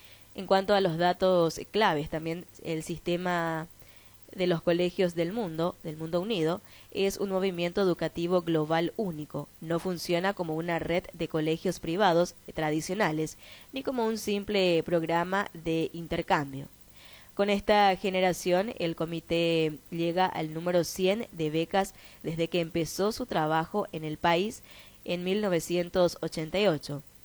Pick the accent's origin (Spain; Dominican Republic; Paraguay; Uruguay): Paraguay; Actualmente soy el único paraguayo en el colegio y a todos les encanta aprender sobre nuestra cultura.